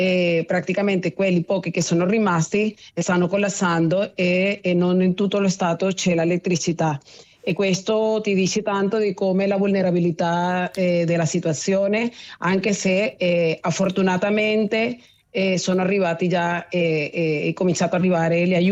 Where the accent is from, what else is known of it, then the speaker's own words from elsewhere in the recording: Venezuela; Italian is a second language; moved away; quello che accade nel mio paese